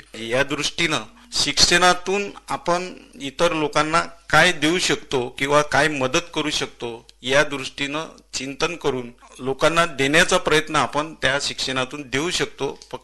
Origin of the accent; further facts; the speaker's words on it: Sindhi Budruk, Maharashtra, India; also born or lived in Wardha; 1969 साली झालेला आहे आणि माझं बालपण आणि माझा जन्म हा सिंधी बुद्रुक तालुका अचलपूर या खेड्यामध्ये झालेला आहे